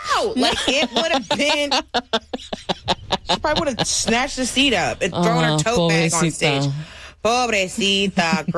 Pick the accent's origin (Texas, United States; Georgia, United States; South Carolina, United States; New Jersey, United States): Georgia, United States; Atlanta; So I still had the long beard with my gold bees in it because I'm still from Atlanta, right? But, you know, it's just old head, southern stuff.